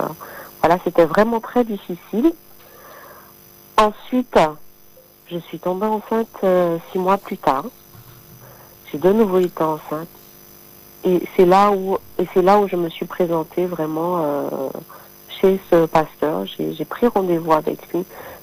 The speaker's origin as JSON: {"language": "French", "region": "Guadeloupe", "country": "France", "tie": "born or raised there", "said": "puisque j'ai grandi en Guadeloupe"}